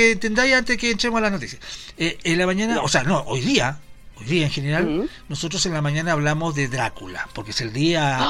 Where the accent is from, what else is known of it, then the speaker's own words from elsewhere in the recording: Chile; Pero nosotros que somos americanos, chilenos sobre todo